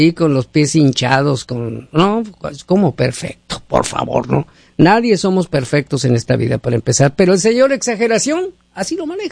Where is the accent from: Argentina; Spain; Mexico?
Mexico; Hermosillo, Sonora; como le decimos en Hermosillo. Tú sabes que soy de Hermosillo yo, ¿no?